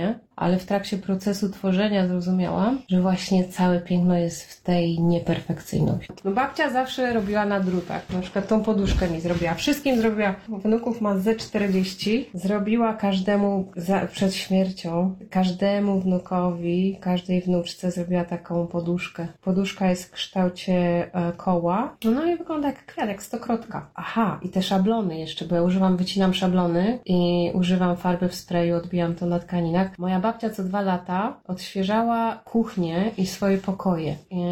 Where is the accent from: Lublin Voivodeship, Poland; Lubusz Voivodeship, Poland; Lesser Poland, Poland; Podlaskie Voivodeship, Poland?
Lesser Poland, Poland; Kraków; now in Australia; bo się wychowałam na ulicy w Krakowie, na osiedle Kurdwanów.